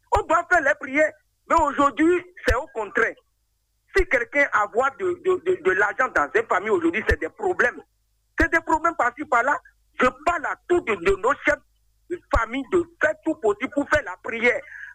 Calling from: Benin; Je vous appelle depuis Guigué.

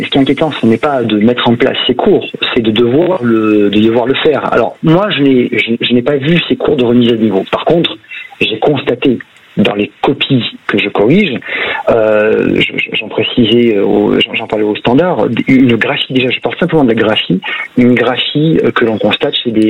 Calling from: Aix-en-Provence, Provence-Alpes-Côte d'Azur, France; je suis à Aix

